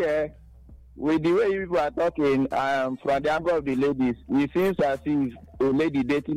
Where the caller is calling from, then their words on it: Abakaliki, Ebonyi, Nigeria; I'm calling from Abakle.